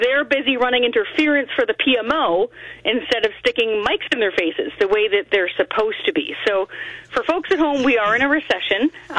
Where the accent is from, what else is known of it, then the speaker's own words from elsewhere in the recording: Canada; I'm Canadian.